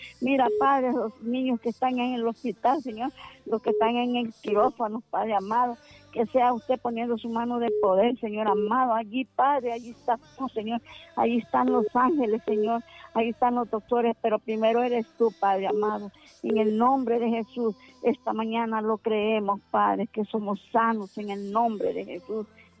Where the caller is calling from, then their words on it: San Pedro Sula, Cortés, Honduras; De aquí de San Pedro Sula.